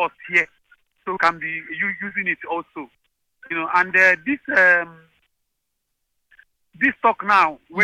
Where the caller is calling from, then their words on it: Lagos, Nigeria; I'm calling you from Lagos, Nigeria.